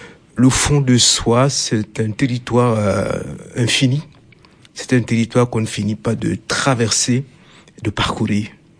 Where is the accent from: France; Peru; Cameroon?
Cameroon; Centre; first language Nugunu; French is a second language; Certains sont écrits dans ma langue natale, le Nougounou, qui est parlé dans une partie du centre du Cameroun.